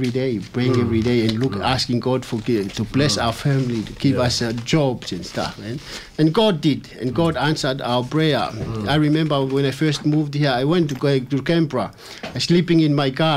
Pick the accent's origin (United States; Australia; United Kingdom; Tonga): Tonga; Yeah, I grew up as a Catholic. My both of my parents are very devout Catholic, and I grew up where I grew up in Tonga.